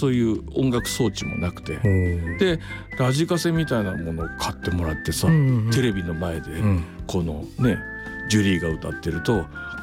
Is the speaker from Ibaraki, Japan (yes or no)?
no; Chichibu, Saitama, Japan; moved away; 僕が生まれ育ったところは、秩父市にあった